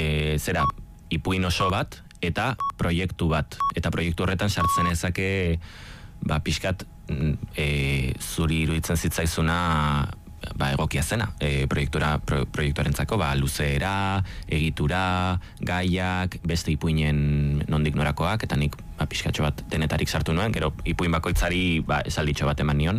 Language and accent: Basque; Vitoria-Gasteiz, Basque Country, Spain; ni gasteiztarra naiz, ni kalekumea naiz ere bai